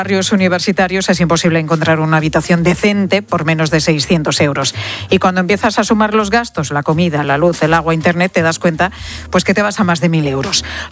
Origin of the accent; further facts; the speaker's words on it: Madrid, Community of Madrid, Spain; Yo soy de Madrid, entonces yo he estudiado aquí.